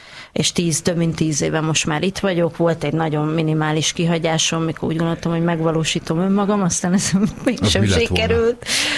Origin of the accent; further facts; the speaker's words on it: Budapest, Hungary; born there; akkor a 12. kerületben.